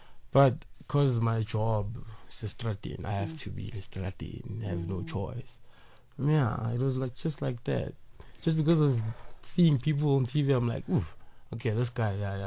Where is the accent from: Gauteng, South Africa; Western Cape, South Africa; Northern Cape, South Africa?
Gauteng, South Africa; Soweto; Yeah. I was born and raised in Soweto.